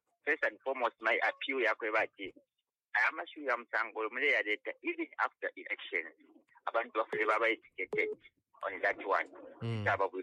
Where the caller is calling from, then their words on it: Ndola, Copperbelt, Zambia; calling from Indola.